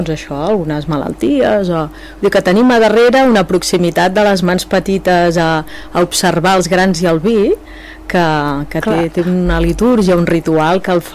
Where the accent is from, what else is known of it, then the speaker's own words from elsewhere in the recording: Palà de Torroella, Catalonia, Spain; born there; Jo havia fet la verema de nena aquí a Palà de Torroella en unes vinyes que manaven els meus avis